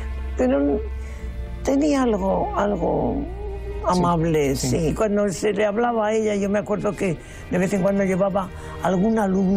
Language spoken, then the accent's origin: Spanish; Basque Country, Spain; Yo como vasca, claro, pues me parece que comíamos muy mal.